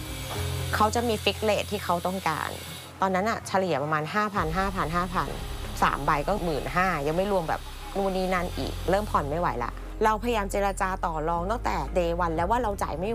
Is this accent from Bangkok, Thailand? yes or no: yes; Bangkok, Thailand; ตอนนี้43ค่ะ … เป็นคนกรุงเทพค่ะเกิดและเติบโตในถนนย่านสีลมค่ะ